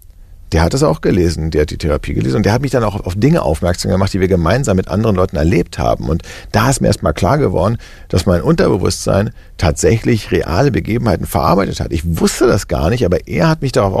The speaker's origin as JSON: {"language": "German", "region": "Berlin", "country": "Germany", "tie": "born there", "said": "naja, ich bin in Berlin geboren, also Berlin."}